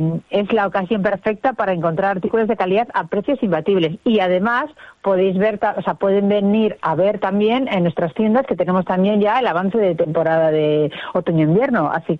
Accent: Bilbao, Basque Country, Spain; ya sabes que somos de Bilbao y que aquí el tiempo puede ser bueno, puede ser malo

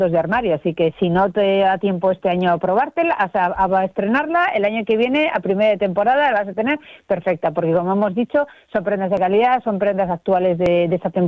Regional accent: Bilbao, Basque Country, Spain; somos de Bilbao

